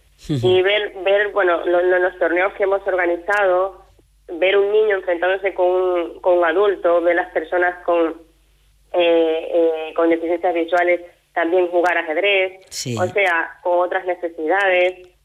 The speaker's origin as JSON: {"language": "Spanish", "country": "Cuba", "moved": "yes", "lives_now": "Spain", "said": "Sí, yo salí de Cuba sola. O sea, llegué aquí prácticamente por la agrupación familiar, ¿vale? Mi esposo es español."}